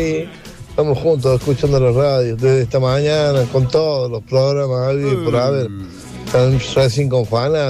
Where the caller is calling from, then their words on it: Córdoba, Argentina; de Alta Córdoba.